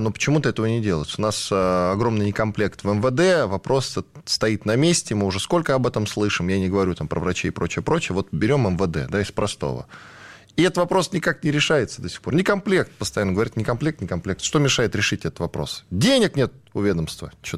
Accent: Petropavlovsk-Kamchatsky, Kamchatka Krai, Russia; moved away; Я вот постоянно в силу того, что в детстве жил в Петропавловске-Камчатском, переживаю за регион, за Камчатку в целом

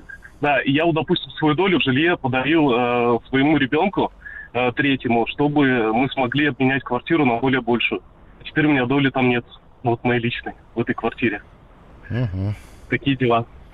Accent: Ural, Russia; born there; Вот хотел сказать, что я родился в Советском Союзе, на Урале.

